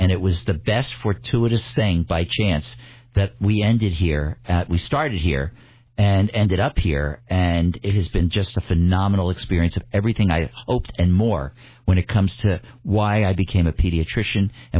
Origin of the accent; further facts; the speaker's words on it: Philadelphia, Pennsylvania, United States; In Philadelphia.